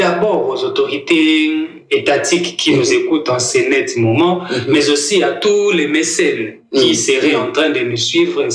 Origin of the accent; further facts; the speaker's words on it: Kongo Central, DR Congo; ici chez nous au Congo central.